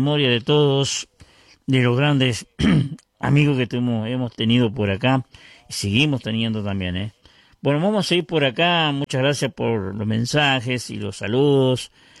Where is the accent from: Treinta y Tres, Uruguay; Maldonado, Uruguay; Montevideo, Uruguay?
Treinta y Tres, Uruguay; Vergara; éramos embajadores de nuestro pueblo, de Vergara, en el Festival de Olimar.